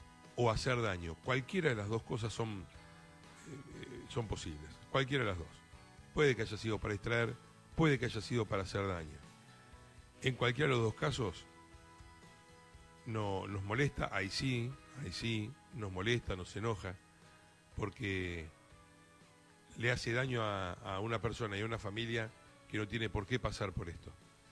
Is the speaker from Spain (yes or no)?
no; Argentina; Acá lo que preocupa y lo que duele como padre, más que como argentino